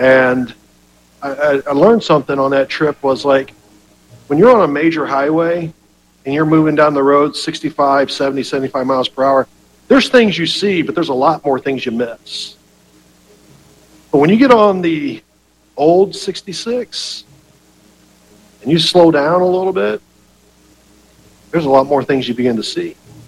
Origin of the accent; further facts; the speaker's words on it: Knox, Indiana, United States; we're from Knox, Indiana.